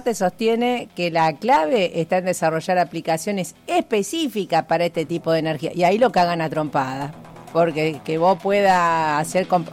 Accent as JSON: {"language": "Spanish", "country": "Argentina"}